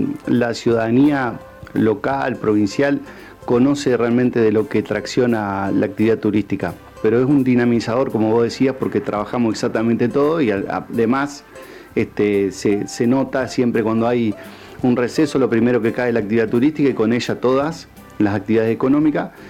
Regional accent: Argentina

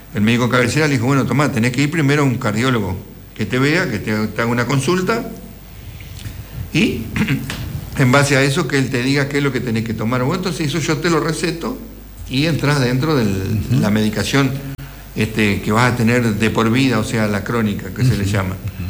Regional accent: Argentina; nosotros los jubilados también somos argentinos

